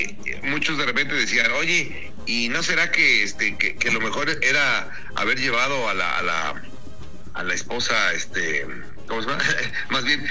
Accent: Mexico; en México, pues todavía no nos cae el 20

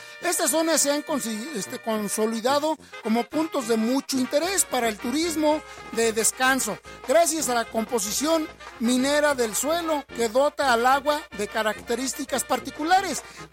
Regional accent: Acambay, State of Mexico, Mexico; les hice un recorrido por mi pueblito, Estado de México, cerquita de mi pueblito que se llama Acambay

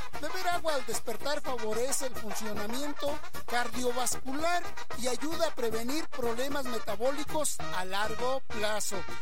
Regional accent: Chapultepec, State of Mexico, Mexico; Cerquitita, cerquitita de ahí, de mi pueblito, que es Chapultepec, el Chico, Estado de México.

